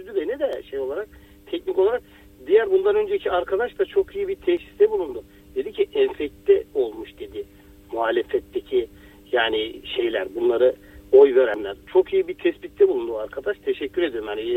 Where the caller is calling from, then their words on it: Istanbul, Turkey; Ataşehir'den arıyorum.